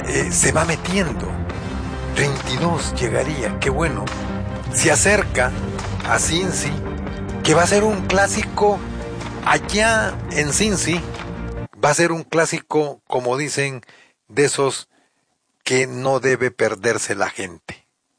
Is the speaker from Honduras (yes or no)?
yes; Honduras; moved away; Pude ver a Pelé allá en mi país hace muchísimos años, antes de que se retirara, después de ganar en el 70 en México, en un partido frente a Olimpia, en el Estadio Nacional de Tegucigalpa.